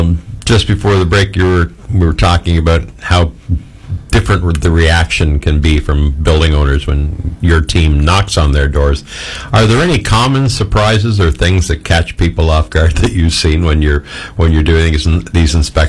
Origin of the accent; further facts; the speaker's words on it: Carleton Place, Ontario, Canada; my hometown in Carlton Place